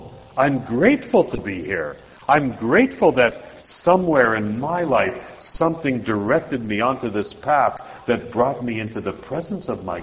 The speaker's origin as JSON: {"language": "English", "region": "England", "country": "United Kingdom", "said": "Because I thought to myself, you know, I'm English, I can think different things."}